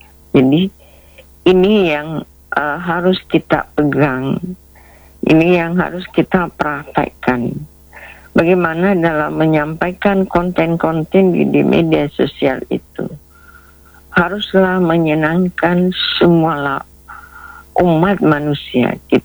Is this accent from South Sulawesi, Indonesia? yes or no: yes; South Sulawesi, Indonesia; Ya, ini juga sejalan dengan falsafah hidup kita sebagai ya orang Bugis.